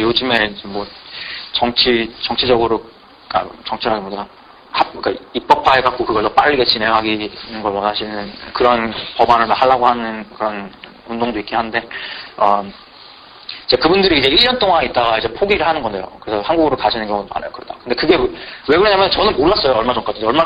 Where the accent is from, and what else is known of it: North Korea; now in United States